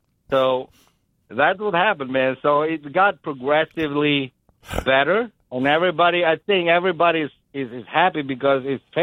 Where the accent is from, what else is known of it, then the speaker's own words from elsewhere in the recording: Italy; moved away as an adult; also born or lived in Albania; I was born in Albania. I was raised in Italy when I was 19 years old, so I came from there here.